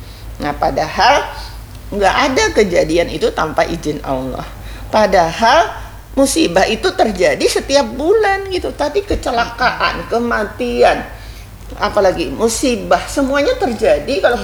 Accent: Negara, South Kalimantan, Indonesia; now in Banjarmasin, Indonesia; di kampung saya di negara itu

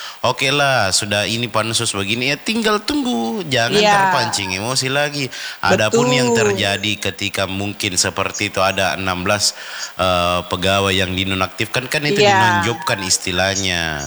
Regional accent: South Sulawesi, Indonesia; sebagai orang Bugis, kita Bugis atau orang Sulawesi Selatan lah

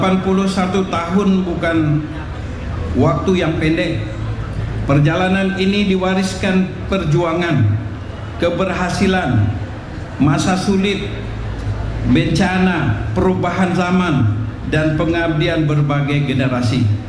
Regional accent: West Sumatra, Indonesia

